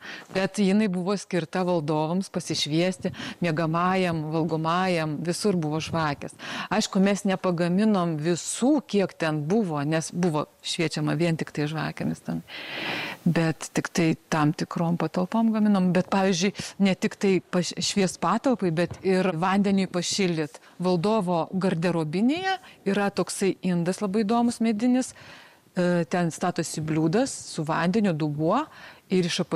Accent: Plungė, Telšiai County, Lithuania; now in Trakai, Lithuania; Esu trečios kartos bitininkė. Šiaip kilimo esu iš Plungės.

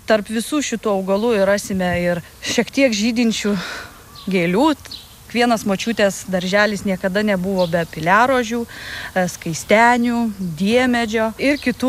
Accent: Aukštaitija, Lithuania; Aš iš Aukštaitijos, taipogi pas mus grikių nieks neaugino.

